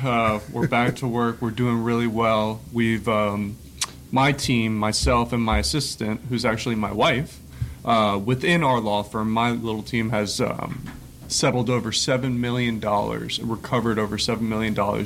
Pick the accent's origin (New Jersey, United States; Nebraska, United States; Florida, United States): Florida, United States; Stuart; now in Port St. Lucie, United States; I'm a personal injury car accident attorney for the Eberst Law Firm. I grew up here in Stuart, Florida, Palm City, Port St. Lucie. I now live in Port St. Lucie.